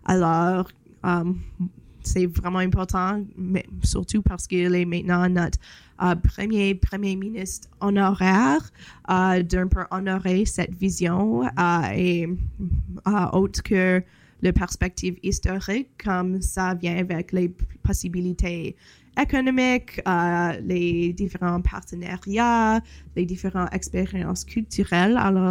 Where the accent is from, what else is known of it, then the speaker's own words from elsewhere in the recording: Manitoba, Canada; now in Ottawa, Canada; maintenant que j'habite à Ottawa, j'ai un peu la réputation d'être comme la Manitobaine dans toutes les salles, dans toutes les conversations.